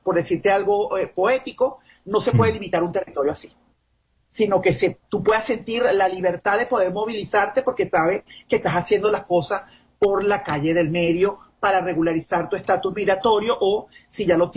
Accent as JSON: {"language": "Spanish", "country": "Venezuela", "moved": "as an adult", "lives_now": "United States", "said": "qué me hizo salir de mi país, qué me puso a mí como venezolana en esta situación"}